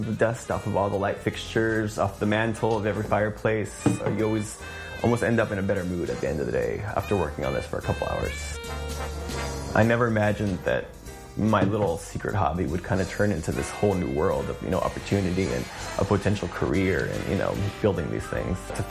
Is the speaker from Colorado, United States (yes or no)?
no; Alhambra, California, United States; Ever since I was a kid, growing up in Alhambra